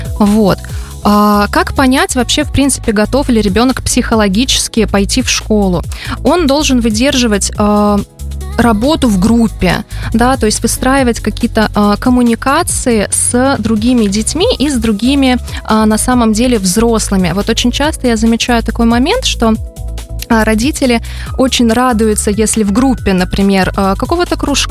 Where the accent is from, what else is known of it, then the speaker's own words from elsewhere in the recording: Latvia; now in Cyprus; Вообще я из Латвии, так что на Кипре я у нас новенькая.